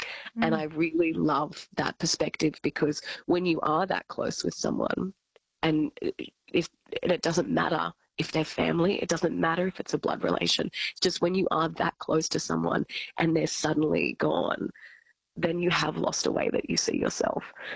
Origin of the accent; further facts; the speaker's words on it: Albury, New South Wales, Australia; In Albury-Wodonga, so I'm from Albury